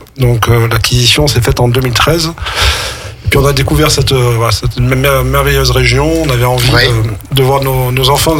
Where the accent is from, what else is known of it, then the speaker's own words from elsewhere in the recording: Marseille, Provence-Alpes-Côte d'Azur, France; moved away as an adult; now in Aix-les-Bains, France; avec mon épouse, on est d'origine marseillaise.